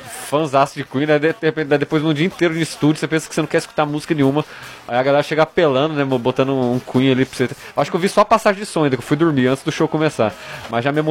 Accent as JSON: {"language": "Portuguese", "town": "Goiânia", "region": "Goiás", "country": "Brazil", "moved": "as an adult", "lives_now": "Caruaru, Brazil", "said": "Goiânia, Goiás."}